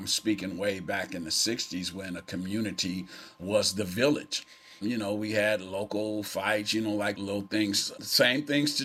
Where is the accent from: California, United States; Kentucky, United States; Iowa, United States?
California, United States; Oakland; I grew up in Oakland, from the streets of Oakland, started, you know, just personally, not proud of it, but getting into trouble at an early age